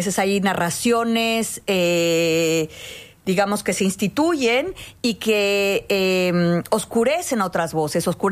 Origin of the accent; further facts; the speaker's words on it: Mexico City, Mexico; Soy chilanga.